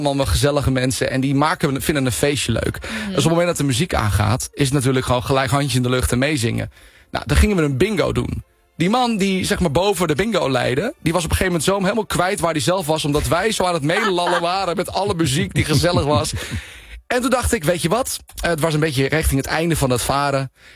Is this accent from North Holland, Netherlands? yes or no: yes; Amsterdam, North Holland, Netherlands; moved away; want ik kom oorspronkelijk uit Amsterdam.